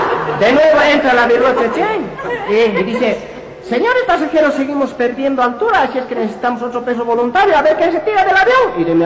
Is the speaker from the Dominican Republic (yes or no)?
no; Bolivia